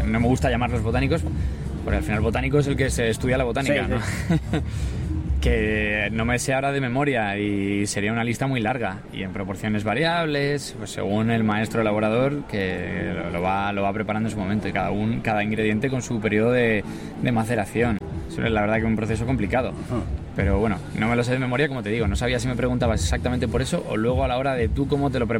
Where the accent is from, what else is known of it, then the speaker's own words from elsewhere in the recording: Palencia, Castile and León, Spain; Yo soy de aquí de Palencia